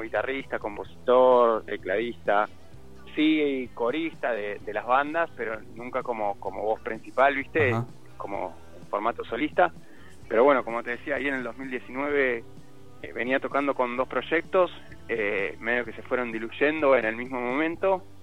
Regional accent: Don Torcuato, Buenos Aires Province, Argentina; soy un artista independiente, solista de Zona Norte, más precisamente de Don Torcuato, Tigre.

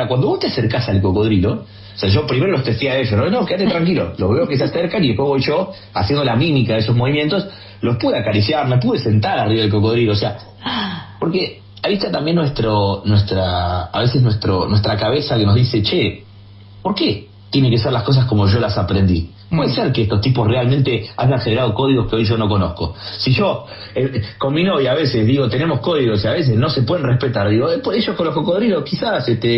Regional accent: Argentina; A mí me dijeron, vos sos argentino, o sea que eso te distingue entre otros blancos.

